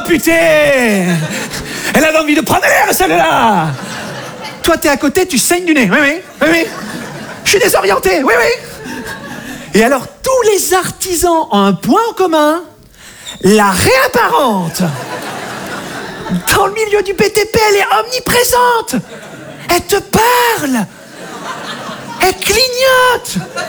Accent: Monbazillac, Nouvelle-Aquitaine, France; Alors moi je vais me présenter, je viens de Montbazillac dans le sud-ouest de la France, vous connaissez?

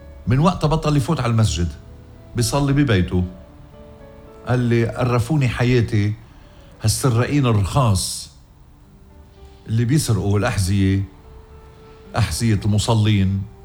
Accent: Lebanon; بوطني ووطنكم لبنان

